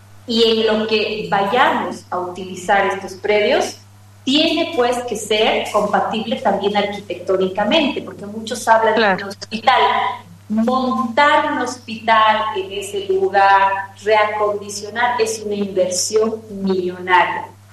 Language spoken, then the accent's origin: Spanish; Cochabamba, Bolivia; nosotros, como cochabambinos y como bolivianos